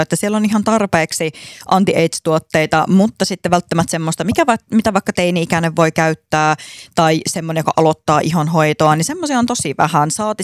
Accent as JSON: {"language": "Finnish", "town": "Oulu", "region": "North Ostrobothnia", "country": "Finland", "accent": "Oulu dialect", "said": "vaikka musta tuntuu, että mun oululainen murre on jo vähän hävinnyt harmillisesti."}